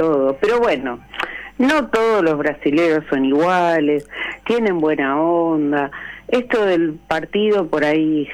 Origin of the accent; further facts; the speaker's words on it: Buenos Aires, Argentina; born there; Nací en Floresta, en Avellaneda y Concordia, que había un sanatorio.